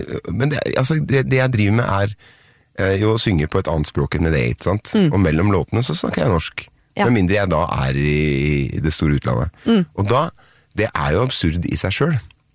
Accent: Nittedal, Akershus, Norway; Her kommer jeg vokste opp I Nittedal.

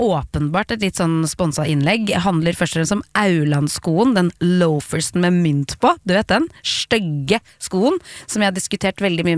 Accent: Oslo, Norway; at jeg jo vokste opp på, ved siden av, jeg ser jo Bislett stadion så fra mitt vindu før.

